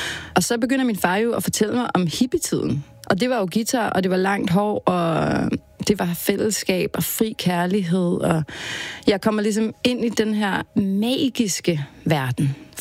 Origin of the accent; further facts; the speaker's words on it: Vanløse, Capital Region of Denmark, Denmark; Da jeg hører … på vinyl, hip-albummet, havde min far. Det hører vi hjemme i Vandløse